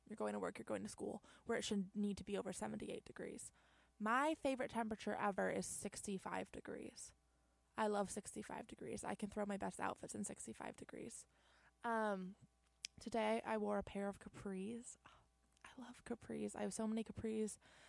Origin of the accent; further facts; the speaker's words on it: Maine, United States; also born or lived in Tennessee; I'm from Maine. I spent a lot of time in Tennessee though.